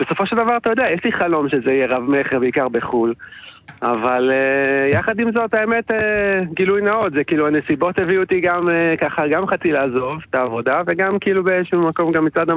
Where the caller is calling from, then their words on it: Herzliya, Tel Aviv District, Israel; אני מהרצליה, בן 50, אוטוטו 3.